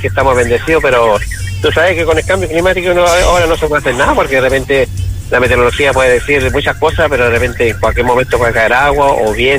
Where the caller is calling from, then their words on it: Antofagasta, Chile; estoy aquí en Antofagasta